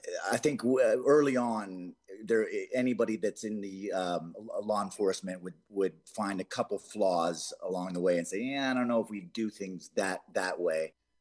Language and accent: English; Canada; moved away; I'm Canadian. I love Canada, born and raised.